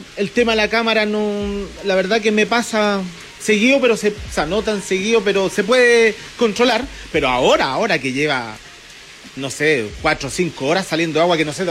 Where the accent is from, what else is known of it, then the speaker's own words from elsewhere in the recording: Chile; Y lo demás ya, como todo chileno... pyme, mi microempresario, dándole todos los días, ¿no?